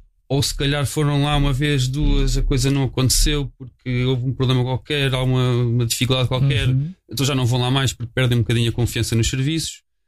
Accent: Sintra, Lisbon, Portugal; Eu sou cá de Sintra, desde sempre nasci aqui, cresci aqui, andei na escola aqui

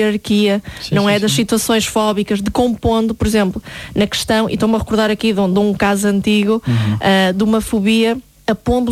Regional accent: Norte, Portugal; que nós somos aqui do Norte, na Boa Vista

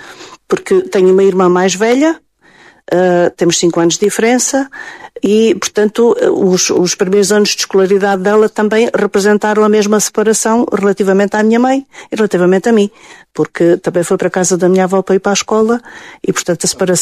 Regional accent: Galveias, Alentejo, Portugal; moved away as an adult; E até 1979, aos 18 anos, que saí das Galveias

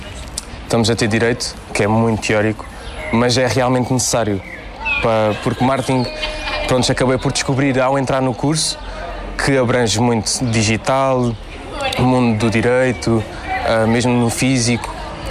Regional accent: Alentejo, Portugal; also born or lived in Lisbon; now in Faro, Portugal; Não sou do Algarve, sou do Alentejo, venho das Novas. Tenho 20 anos

